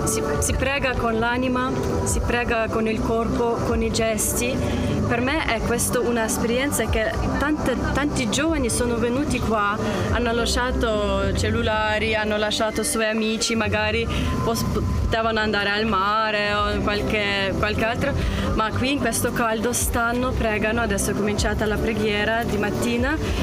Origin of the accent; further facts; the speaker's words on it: Ukraine; Italian is a second language; moved away as an adult; now in Italy; E vengo da Ucraina, certamente